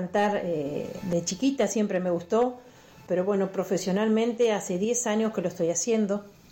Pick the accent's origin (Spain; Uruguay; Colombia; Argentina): Argentina; Tornquist, Buenos Aires Province; born there; now in Ingeniero White, Argentina; soy nacida en Torkins y actualmente vivo en Ingeniero White, cerquita de Bahía Blanca, en el puerto de Bahía Blanca.